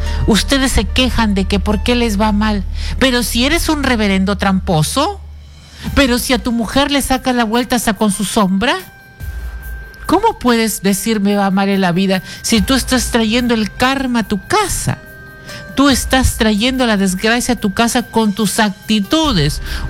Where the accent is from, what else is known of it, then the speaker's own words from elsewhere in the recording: Peru; yo decir en Perú, en el mes de julio, en el mes de agosto, va a suceder, es decretar al universo que va a pasar en mi país.